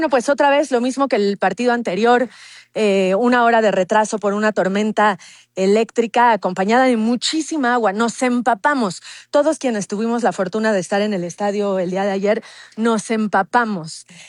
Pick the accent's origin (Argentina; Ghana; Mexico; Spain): Mexico; creo que hay que destacar lo que hicimos como mexicanos